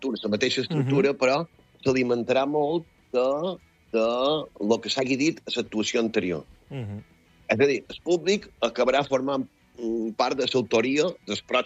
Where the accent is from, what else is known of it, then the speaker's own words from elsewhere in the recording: Balearic Islands, Spain; era tan guapo, era tan viu, tan autèntic com a mallorquins